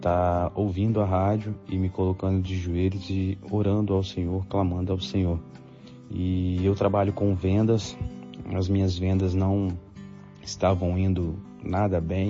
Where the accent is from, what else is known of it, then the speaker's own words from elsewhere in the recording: Vitória, Espírito Santo, Brazil; sou de Vitória, Espírito Santo